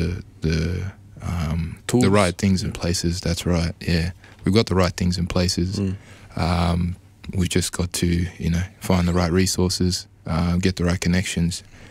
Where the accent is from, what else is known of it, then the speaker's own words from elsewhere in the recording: Melbourne, Victoria, Australia; I was born here in Melbourne. You know, grew up around my family in the southeastern region of Melbourne